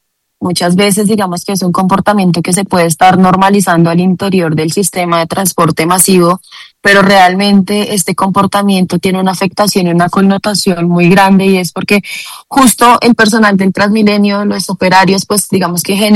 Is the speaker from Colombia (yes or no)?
yes; Bogotá, Colombia; Nosotros como ciudadanos, como bogotanos